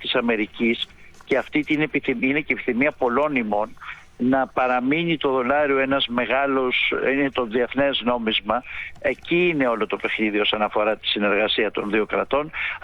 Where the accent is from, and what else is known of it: Greece; now in China